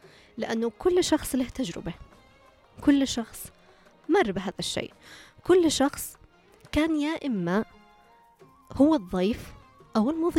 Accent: Yemen; نحن كشعب يمني

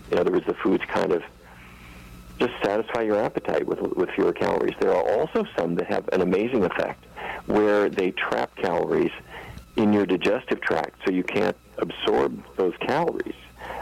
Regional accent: Fargo, North Dakota, United States; I'm from North Dakota. I grew up in Fargo.

